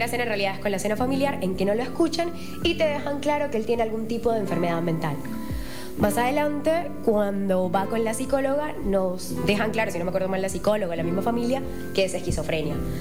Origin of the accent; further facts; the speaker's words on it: Barranquilla, Atlántico, Colombia; Yo crecí en Barranquilla. O sea, son ciudades diferentes en Colombia. Bogotá es la capital, Barranquilla está en la costa.